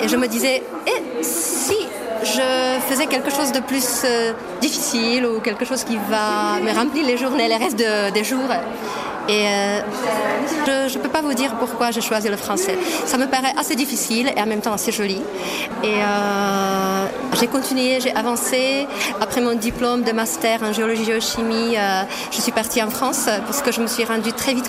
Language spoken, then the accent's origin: French; Český Těšín, Moravian-Silesian Region, Czechia; French is a second language; also born or lived in Ostrava; je viens de la ville de Český Těšín et je travaille au lycée Josef Božek dans la même ville. Je ne suis pas née à Český Těšín, mais je suis née à Ostrava, donc c'est à 30 km de là-bas.